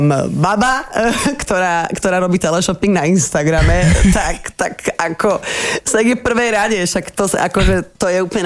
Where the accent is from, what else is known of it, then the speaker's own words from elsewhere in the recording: Bratislava, Bratislava Region, Slovakia; Nežijem v Petržalke, ale som z Petržalky, hej.